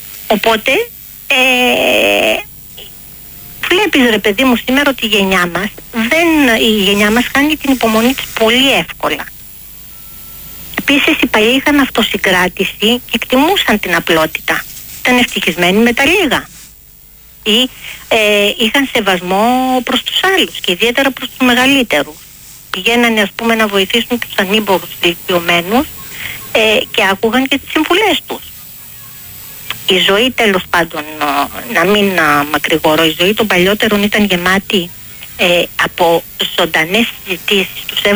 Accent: Greece; τότε μπορούμε να γίνουμε παράδειγμα και τότε μπορούμε να είμαστε υπερήφανοι ότι είμαστε Έλληνες.

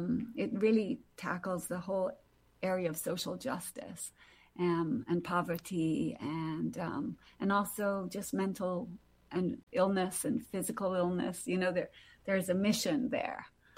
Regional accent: Brazil; I think growing up in Brazil, which is a country full of inequalities, the stark

